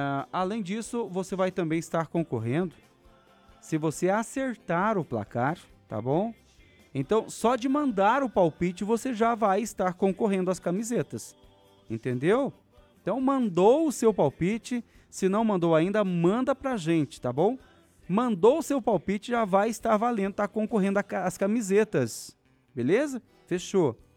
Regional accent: Brazil; a gente é brasileiro.

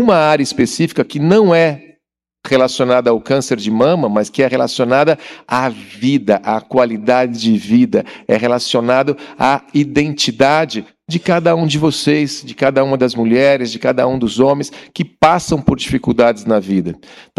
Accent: São Paulo, Brazil; eu sou do interior de São Paulo também

